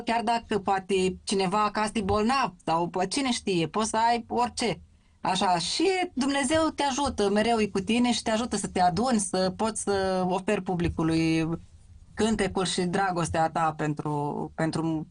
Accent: Sadova, Suceava County, Romania; sunt fată din Sadova.

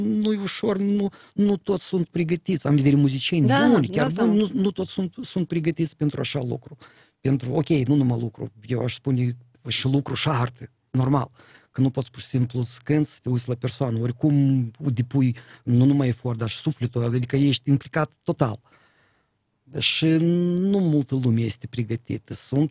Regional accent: Moldova

